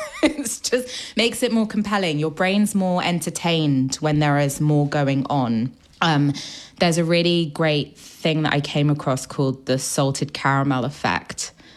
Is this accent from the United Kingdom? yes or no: no; Paris, Île-de-France, France; born or raised there